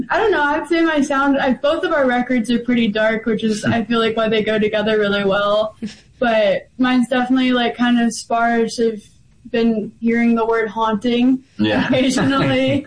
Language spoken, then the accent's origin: English; Nashville, Tennessee, United States; I was born and raised in Nashville.